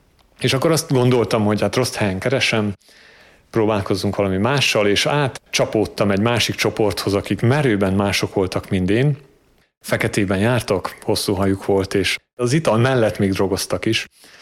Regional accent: Transylvania, Romania; also born or lived in England; now in Hungary; Erdélyben születtem és nevelkedtem, majd Isten 12 évre Angliába vezetett, és most 2 éve Magyarországon élünk a közösséggel. Katolikus családban születtem és nőttem fel

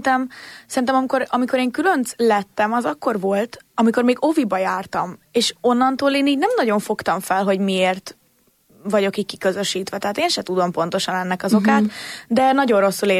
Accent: Budapest, Hungary; mivel elköltöztettek minket Rózsadombról, ott, ahol én felnőttem, és eladották velünk a lakást.

